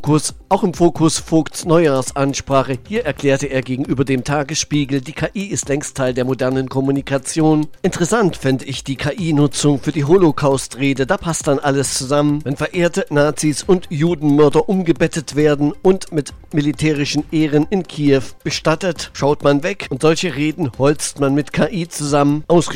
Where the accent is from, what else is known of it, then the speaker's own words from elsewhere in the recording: Thuringia, Germany; Ich komme ja aus Thüringen. Dort haben wir einen lustigen Ministerpräsidenten.